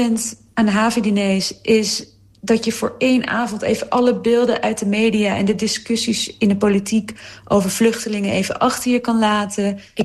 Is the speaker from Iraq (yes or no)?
yes; Iraq; now in Netherlands; Zelf ben ik als vluchteling uit Irak naar Nederland gekomen. En daardoor weet ik eigenlijk hoe het is om tussen 2 werelden te leven.